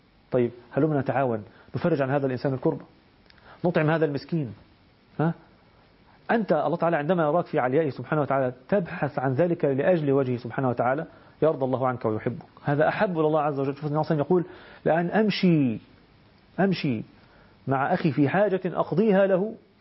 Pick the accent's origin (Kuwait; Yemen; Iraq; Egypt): Egypt; إحنا بنسميه عندنا في مصر النهاردة يسموه ترند